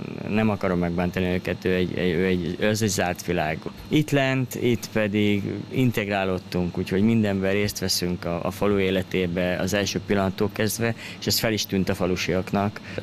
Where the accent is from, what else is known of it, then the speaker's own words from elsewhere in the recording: Hungary; És azért gondoltam, ha már magyarok vagyunk, akkor legyen valami magyar.